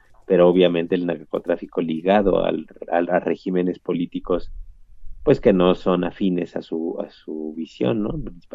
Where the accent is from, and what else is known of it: Mexico